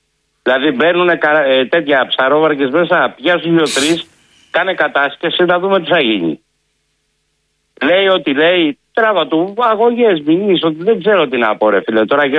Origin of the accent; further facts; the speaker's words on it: Western Greece, Greece; σαν ξηρομερίτη